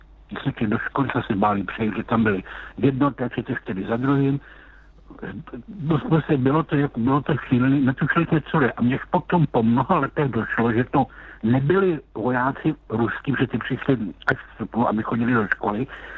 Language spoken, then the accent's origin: Czech; Lysá nad Labem, Central Bohemian Region, Czechia; Já jsem z Lysé nad Labem. A kdo ví, tak kousek od Lysé nad Labem jsou Milovice.